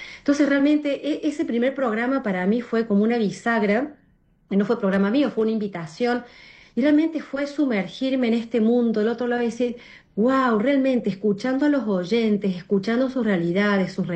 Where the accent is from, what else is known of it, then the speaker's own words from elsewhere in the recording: Argentina; porque yo conocí a la radio cuando era muy chica, acá en mi país, en Argentina, con nuestra Radio María Argentina, que mi mamá la escuchaba siempre